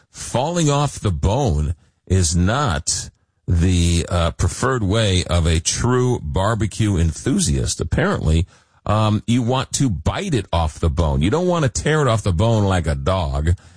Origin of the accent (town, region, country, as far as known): East Coast, United States; born or raised there; now in St. Louis, United States